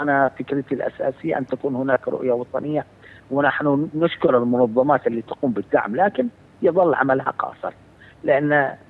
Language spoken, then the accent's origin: Arabic; Aden, Yemen; أنا سأتحدث عن مدينتي، عن مدينة عدن.